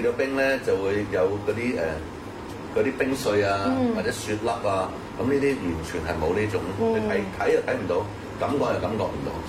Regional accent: Jiangmen, Guangdong, China; 咁呢個其中咧就係我哋江門人、新會人或者三區四市唔同嘅地方嘅人，佢都希望食新鮮嘅食材。

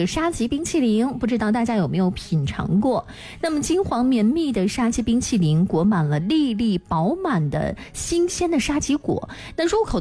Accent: Shanxi, China; 那么这一口就是刻在我们山西人 DNA 里的夏日的酸甜的记忆

